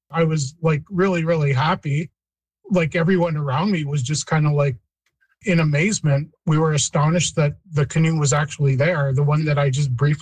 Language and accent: English; Walpole Island, Ontario, Canada; growing up on Walpole